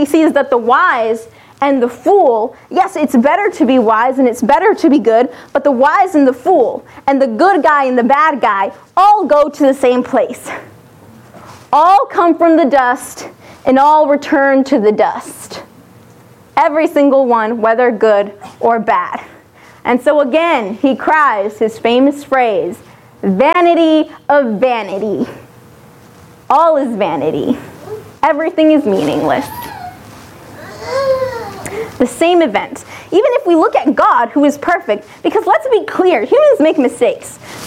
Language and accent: English; Venezuela; moved away; I'm from Venezuela